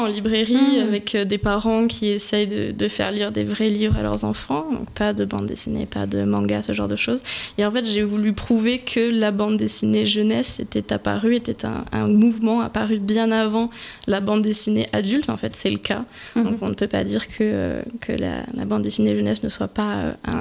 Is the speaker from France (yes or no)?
yes; French Guiana, France; born there; also born or lived in Bordeaux; Donc, je suis née en Guyane française et j'ai fait la plupart de mes études sur Bordeaux. Donc là, je viens de Bordeaux.